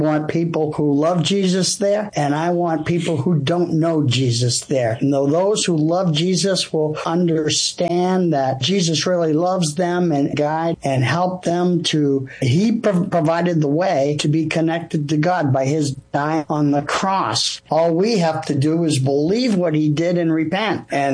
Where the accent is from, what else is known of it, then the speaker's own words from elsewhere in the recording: Essex, Massachusetts, United States; I grew up in Essex here on the North Shore of Boston, and I've served several Methodist churches here all on the North Shore of Boston.